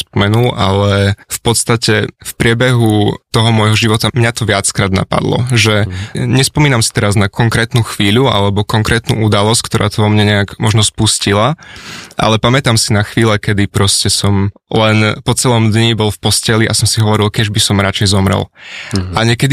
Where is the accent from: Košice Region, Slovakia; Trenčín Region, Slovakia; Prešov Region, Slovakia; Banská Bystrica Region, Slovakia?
Prešov Region, Slovakia; Bardejov; now in Bratislava, Slovakia; Ja som sa neskôr presťahoval do Bratislavy a nie som pôvodne z Bratislavy, som z Bardejova. Pozdravujem Bardejov